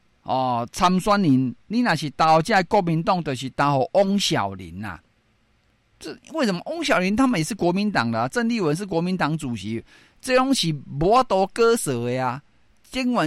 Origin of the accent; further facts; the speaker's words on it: Taiwan; 我们台湾人真的是还蛮善良的